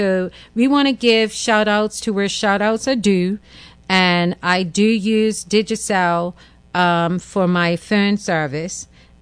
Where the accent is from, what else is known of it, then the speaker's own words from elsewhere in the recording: Bermuda; But do I want the automation to talk in our Bermudian vernacular?